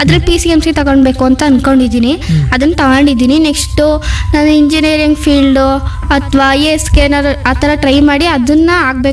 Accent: Heggadadevanakote, Karnataka, India

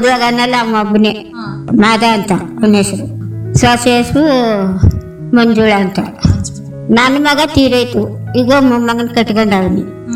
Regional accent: Karnataka, India; born there; moved away as an adult; now in Devalapura Hadi, Sargur taluk, India; ನಾವು ಹುಟ್ಟಿದ್ದು ನಾಣಪುರ, ಬೆಳ್ಳೂರುಂಡಿ ಅಂತ ನಾಣಪುರ ಕುರುಬ್ರಾಡಿ. ನಾ ಅಲ್ಲಿಂದ ಇಲ್ಲಿ ಮದುವಾದಿ.

